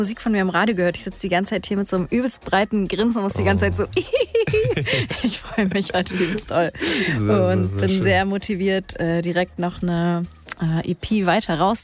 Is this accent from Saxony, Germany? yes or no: yes; Saxony, Germany; Da spiele ich auf dem Highfield. Das ist die Ecke, wo ich herkomme.